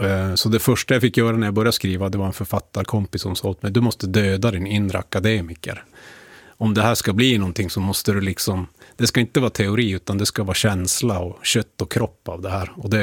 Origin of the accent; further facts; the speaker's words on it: Norrbotten County, Sweden; accent: Tornedalen dialect; also born or lived in Malmfälten; I Gällivare skulle man liksom prata rikssvenska, så när jag kom från Tornedalen hade jag ganska grov liksom dialekt.